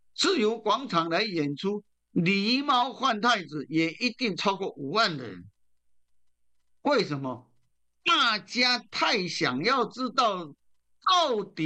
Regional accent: Taiwan

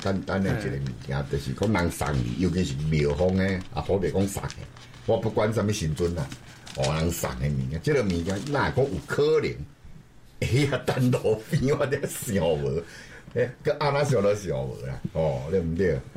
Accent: Taiwan; 我们台湾人对神明那种尊重，那种信用就对了

